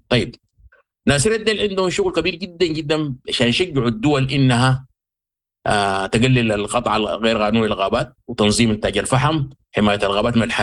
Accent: Sudan; نحن دورنا كبير كسودانيين

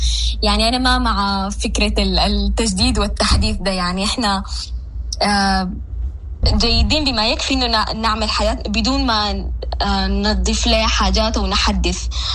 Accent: Sudan; now in Europe; احنا كسودانيين

